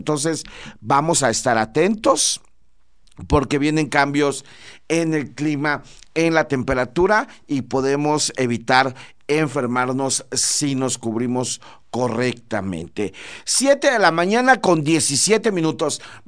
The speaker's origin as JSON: {"language": "Spanish", "country": "Mexico"}